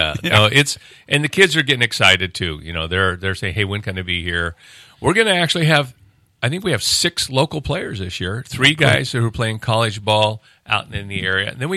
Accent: Verdeville, California, United States; growing up in Verdeville, California, Verdeville, just north of Anderson, we had three different sandlots as a kid growing up.

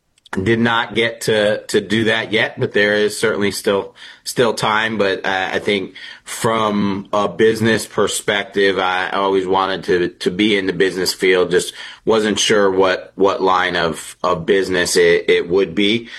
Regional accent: New Haven, Connecticut, United States; I am from New Haven, Connecticut. I have one younger sister and I am the oldest.

